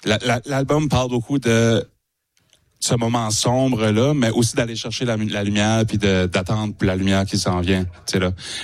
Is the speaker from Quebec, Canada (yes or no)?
no; New Brunswick, Canada; accent: Acadian